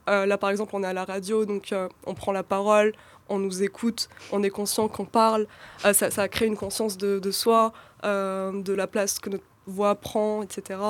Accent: Algeria; je suis née en Algérie, j'ai été élevée par des femmes algériennes, donc de fait, la culture a été transmise.

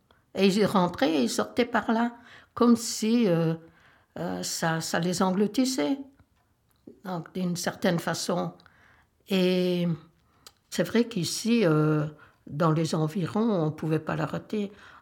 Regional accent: Tuscany, Italy; French is a second language; moved away as an adult; now in Flémalle, Belgium; une commune où j'habite depuis mon arrivée en Belgique. Et je viens de Toscane. Je suis née là-bas et j'habitais là-bas jusqu'à l'âge de 21 ans, lorsque je me suis mariée. Et je suis venue ici parce que mon mari habitait ici.

